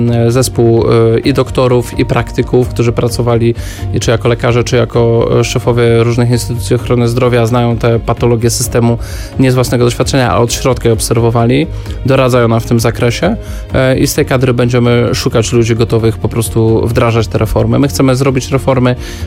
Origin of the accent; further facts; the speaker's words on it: Lubusz–Lower Silesia border, Poland; wychowywałem się na pograniczu lubusko-dolnym śląskim